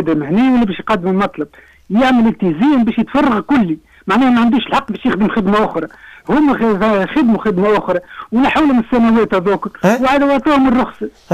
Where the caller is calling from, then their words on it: Siliana, Tunisia; من سليان.